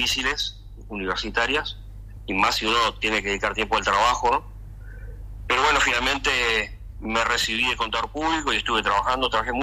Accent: Salto, Uruguay; now in Montevideo, Uruguay; mi ciudad natal

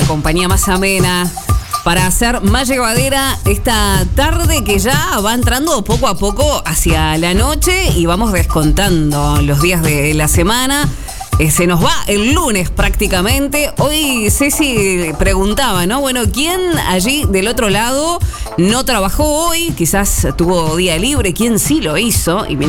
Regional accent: Uruguay; Dicen que somos grises los uruguayos

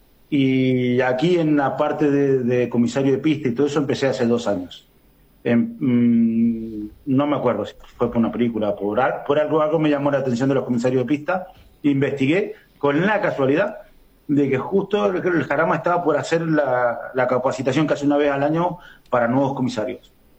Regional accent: Mendoza, Argentina; now in Spain; Sí, soy argentino, mendocino, hincha de Gimnasia de Grima Mendoza, por si no lo sabéis, y de River. Por datos que me habéis pedido, no me habéis pedido, pero yo lo doy. Vine en el año 2000, vinimos los cuatro

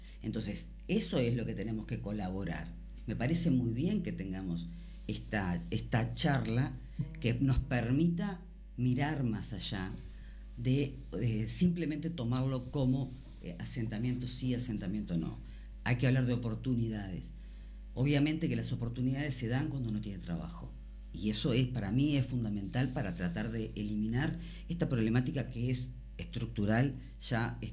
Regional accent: Paysandú, Uruguay; now in Salto, Uruguay; yo soy oriunda de Paysandú

